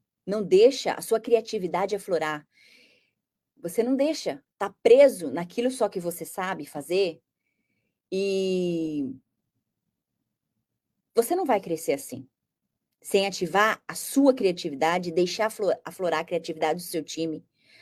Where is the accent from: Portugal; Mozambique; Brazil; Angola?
Brazil; moved away; Esse é o meu gosto, lembra? Eu sou brasileira, eu tenho uma outra cultura.